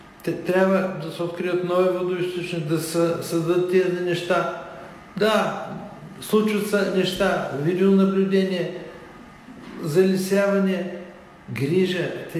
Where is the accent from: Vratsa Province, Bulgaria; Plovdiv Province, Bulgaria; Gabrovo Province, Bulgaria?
Plovdiv Province, Bulgaria; Plovdiv; Питате ме като пловдивчанка